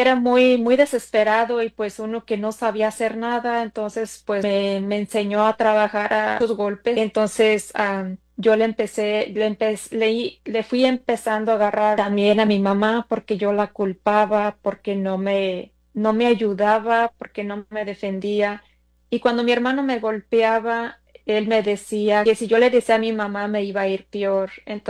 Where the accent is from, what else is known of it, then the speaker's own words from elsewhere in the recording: Jalisco, Mexico; now in Moline, United States; Pertenezco a la comunidad de Moline, Illinois. Soy de México, del estado de Jalisco.